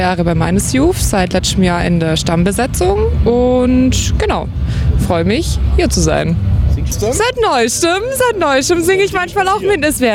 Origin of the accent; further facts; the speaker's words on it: Tuttlingen district, Baden-Württemberg, Germany; Ich komme nicht direkt aus Stuttgart, ich komme wirklich vom Schwabeländle, aus dem Landkreis Tuttlingen.